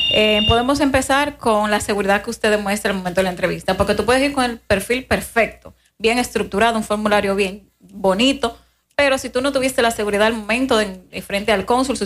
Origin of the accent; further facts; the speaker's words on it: Moca, Espaillat, Dominican Republic; yo soy de Estancia Nueva, Moca, y de toda la vida, o sea, me crié y nací ahí